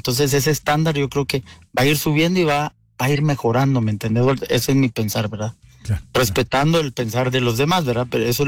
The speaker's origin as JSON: {"language": "Spanish", "country": "Guatemala", "moved": "yes", "lives_now": "Costa Rica"}